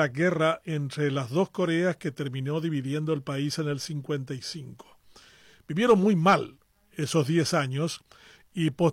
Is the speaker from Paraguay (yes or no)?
yes; Paraguay; nosotros como paraguayos